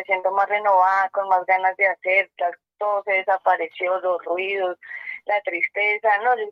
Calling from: Garagoa, Boyacá, Colombia; De Garagoa, Boyacá.

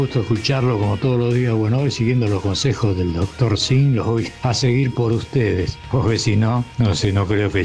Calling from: Buenos Aires, Argentina; de San Telmo 213.

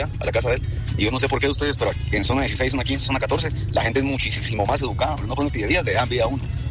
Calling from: Mixco, Guatemala Department, Guatemala; Pues yo vivo por zona 7, yo soy de Misco.

